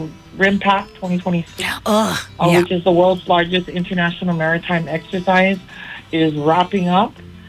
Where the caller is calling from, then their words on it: Oahu, Hawaii, United States; I'm from Oahu.